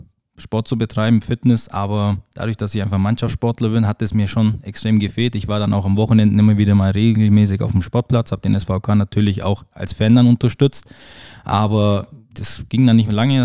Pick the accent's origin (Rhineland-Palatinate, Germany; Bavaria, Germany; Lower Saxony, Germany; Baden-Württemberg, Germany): Bavaria, Germany; Kirchdorf an der Iller; moved away as an adult; now in Achstetten-area (Armendingen), Germany; ich bin, so wie du gesagt hast, gebürtiger Kirchdorfer. Das heißt, meine Familie, meine Freunde, mein Sportverein ist hier in Kirchdorf. Alles, was ich habe, ist in Kirchdorf eigentlich.